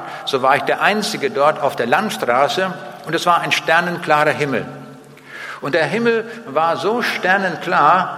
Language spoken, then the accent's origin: German; Braunschweig, Lower Saxony, Germany; Ich sage, ich komme aus Braunschweig und ich fahre nach Augsburg.